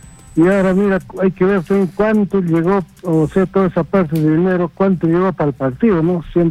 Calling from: Lima, Peru; del Cercado de Lima.

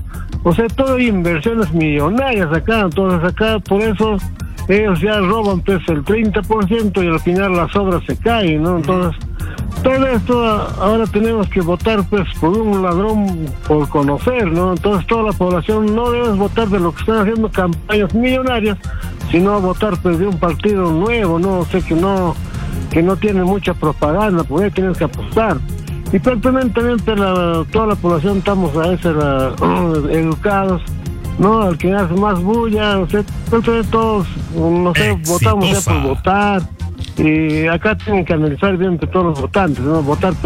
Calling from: Lima, Peru; de Cercado de Lima

